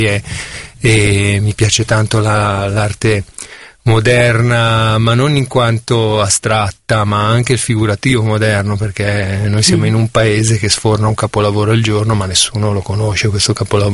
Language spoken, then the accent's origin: Italian; Milan, Lombardy, Italy; Sì, io sono di Milano e provengo proprio dal quartiere di Ponte Lambro